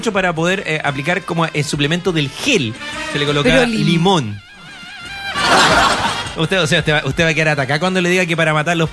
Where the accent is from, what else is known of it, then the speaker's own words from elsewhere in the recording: Chile; como los chilenos tenemos la familiaridad de todo llevarlo al nombre de la marca